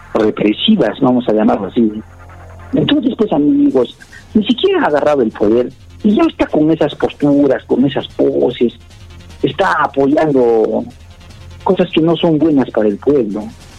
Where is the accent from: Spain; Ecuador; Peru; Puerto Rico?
Peru; born there; yo soy peruano, nacido en esta tierra y me siento orgulloso de serlo.